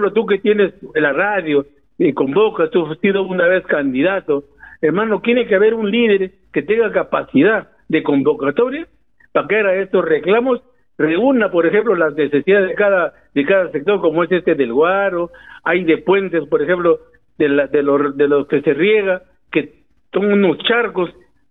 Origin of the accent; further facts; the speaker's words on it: Olmos, Lambayeque, Peru; Falta patriotismo de la patria chica que es nuestro Olmos.